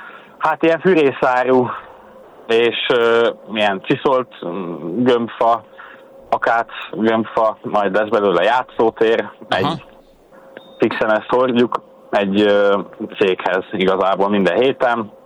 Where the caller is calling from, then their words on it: Graz, Styria, Austria; Hát most per pillanat Grácz környékéről, Ausztriából jövök vissza Magyarba, kamionsofőrként dolgozom